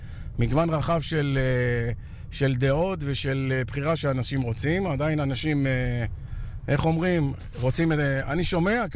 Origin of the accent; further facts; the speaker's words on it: Or Yehuda, Tel Aviv District, Israel; כשהייתי ילד קטן, מגיל 13, עבדתי בהרבה מאפיות כאן בעיר, באור יהודה, שהיא עיר מאוד מאוד טובה.